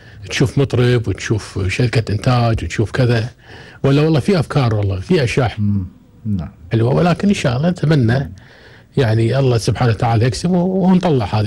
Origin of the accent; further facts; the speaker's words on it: Kuwait; عندنا بالكويت